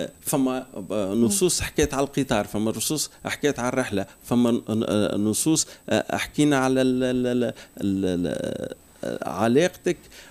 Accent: Mateur, Bizerte Governorate, Tunisia; أنا نعمل رحلة يومية ما بين مدينة ماتر مدينتي نحبها وما بين مكان العمل متاعي العاصمة.

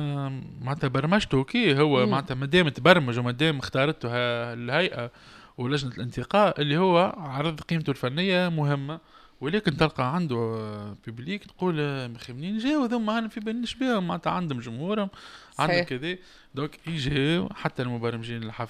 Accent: Tunisia; باش يعزوا المشروع نتاع فايبا بيسكو عندنا في تونس

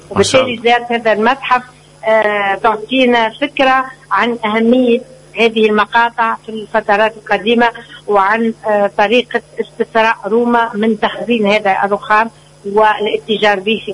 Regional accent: Tunisia; متحف يعني من أجمل ما عندنا في تونس ومن أروع المتاحف.

